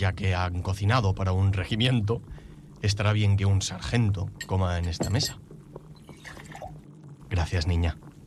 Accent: León, Castile and León, Spain; Vengo de León. Y ahí comemos bien. Pero tengo que decir que la comida catalana me tiene cautivado.

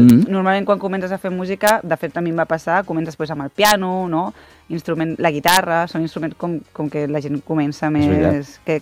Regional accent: Barcelona, Catalonia, Spain; El Raval, sí, jo soc del Raval, vaig començar allà.

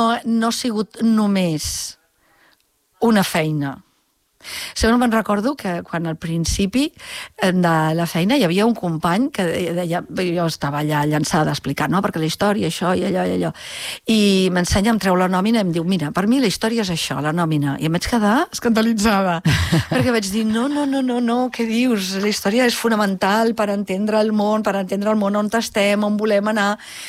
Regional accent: Barcelona, Catalonia, Spain; jo soc barcelonina, però jo em sento bastant del Baix Llobregat.

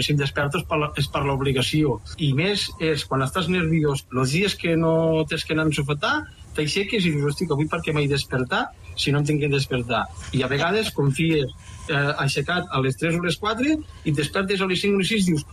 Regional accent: Aitona, Catalonia, Spain

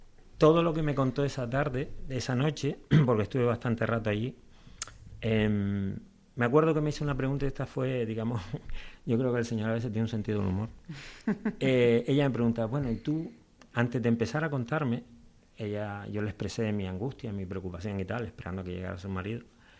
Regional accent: Telde, Canary Islands, Spain; somos de Telde, mi abuelo materno, mis abuelos maternos vivían en San Antonio

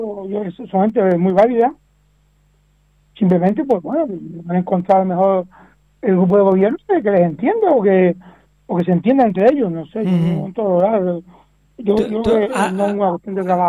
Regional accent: San Mateo, Spain

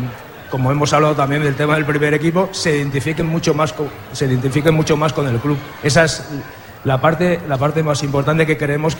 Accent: Catalonia, Spain; yo soy de la COPE de toda la vida.

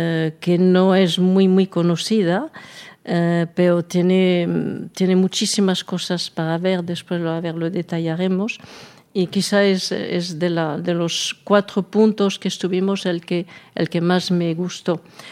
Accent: France; Spanish is a second language; now in Castelldefels, Spain; Soy francesa, como os vais a dar cuenta por mi nombre y por mi acento, pero llevo aquí pues 45 años en Castelldefels.

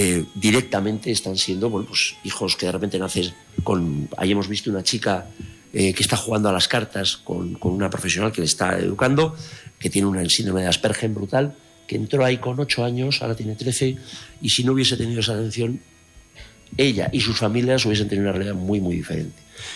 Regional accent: Pamplona, Navarre, Spain; nosotros como navarros, tú de Irurita, yo de la Luzama, bueno, o sea, aunque soy de Pamplona, soy adoptado de la Luzama, de Odieta

